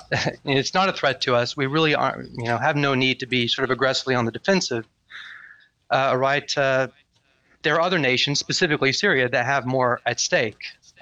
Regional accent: Longview, Texas, United States; my hometown of Longview

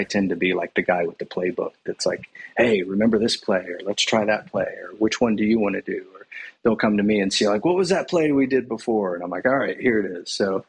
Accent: Atlanta, Georgia, United States; moved back to Atlanta when I was 12. But I was the typical rebellious American preacher's kid.

